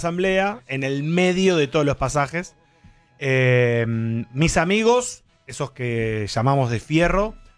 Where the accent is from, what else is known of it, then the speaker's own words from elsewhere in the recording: Buenos Aires, Argentina; Bien. Yo soy de Parque Chacabuco, barrio.